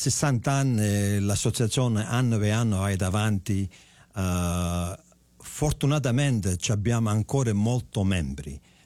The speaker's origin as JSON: {"language": "Italian", "country": "Canada", "tie": "born or raised there", "also_born_or_lived": "Jelsi, Italy", "said": "in Canada con i miei genitori, ero ancora piccolo quando certo. I miei genitori sono venuti, allora sono cresciuto in Canada, sì, però sì. Nata in Italia, nato a Jelsi."}